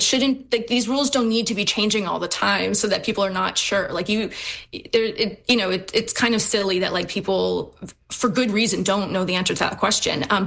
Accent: Texas, United States; moved away; as a Texan myself. I mean, not currently, but as a, you know, I consider myself Texan still.

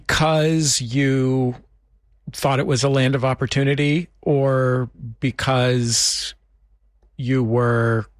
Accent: San Francisco, California, United States; I'm from the city. I'm from San Francisco. It's not like I lived on a pig farm.

